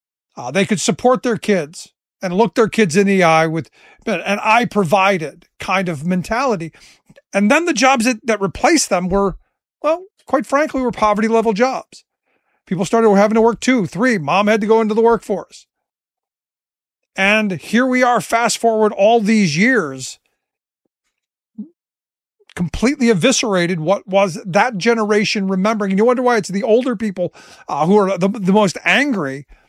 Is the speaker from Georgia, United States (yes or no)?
no; Cleveland, Ohio, United States; I go back to my hometown of Cleveland.